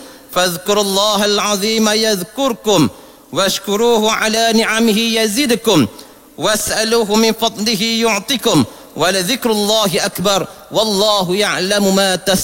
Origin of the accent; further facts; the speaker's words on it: Penang, Malaysia; بلدنا ماليزيا، خصوصا ولاية فلوبينانغ